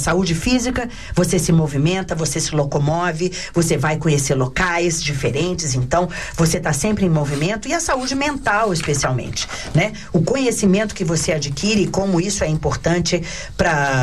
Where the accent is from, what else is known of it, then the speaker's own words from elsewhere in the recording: Brasília, Federal District, Brazil; eu sou de Brasília, naturalmente, a capital do Brasil, e aquilo, uma cidade até então muito pequena